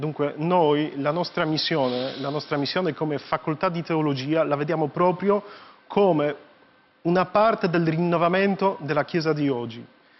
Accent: Poland; now in Rome, Italy; Io sono dalla Polonia, dunque Papa Giovanni Paolo II diceva che è un paese lontano, no? Mm. Però quando sono arrivato qua a Roma

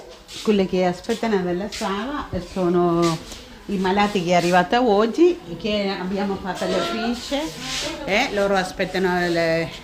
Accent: India; Italian is a second language; moved away as an adult; also born or lived in Italy; now in Kinshasa, Democratic Republic of the Congo; sono indiana, sono 34 anni che in Italia, qui 10 anni.

